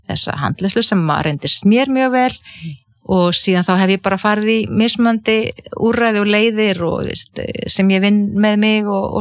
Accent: Ísafjörður, Westfjords, Iceland; já, ég óttaðist sjóin sem kannski líka tengist því að ég alveg upp á Ísafirði þar sem voru 10 sjóslys og menn drukknuðu

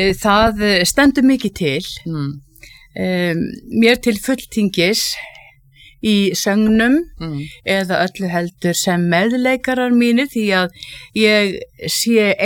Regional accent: Hvolsvöllur, Southern Region, Iceland; ég er fædd og uppalinn í Rangavallasýslunni og að mestu leiti á Hvolsvelli.

